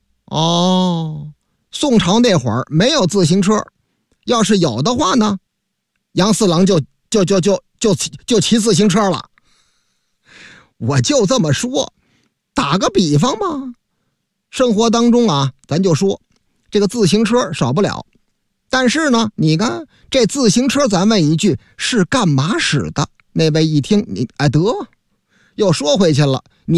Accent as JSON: {"language": "Chinese", "region": "Northeast China", "country": "China", "accent": "Northeastern dialect", "said": "用咱们老东北的方言"}